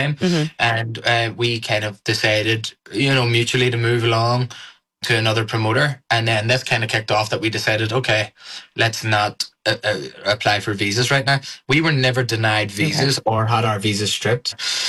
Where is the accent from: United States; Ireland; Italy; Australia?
Ireland; we're Irish, and we grew up here as Britain's first colony.